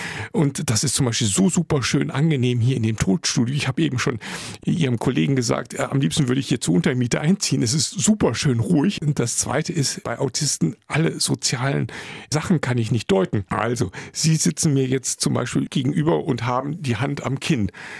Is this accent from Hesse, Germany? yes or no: no; Wuppertal, North Rhine-Westphalia, Germany; ich bin groß geworden in der Stadt, in Wuppertal und in einem Schimanski-Ambiente, Nachkriegsbungalow aus Bruchsteinen auch nur aufgebaut.